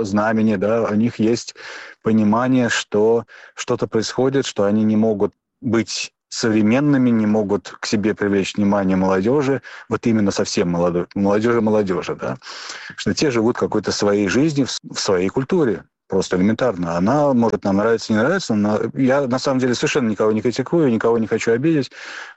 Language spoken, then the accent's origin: Russian; Russia; moved away; Я сделал акцент на том, что я уехал из России 30 лет назад.